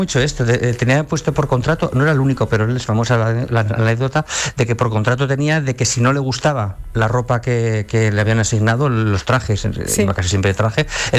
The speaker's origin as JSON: {"language": "Spanish", "town": "Burgos", "region": "Castile and León", "country": "Spain", "tie": "born or raised there", "said": "yo si tú sabes que yo soy de Burgos, yo nací en Burgos"}